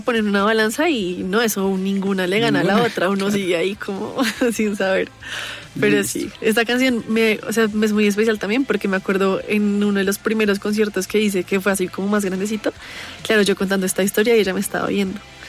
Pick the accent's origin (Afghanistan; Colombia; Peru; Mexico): Colombia; y pues yo siendo colombiana, siento que como que mi sangre no me permite tampoco restringirme a una sola cosa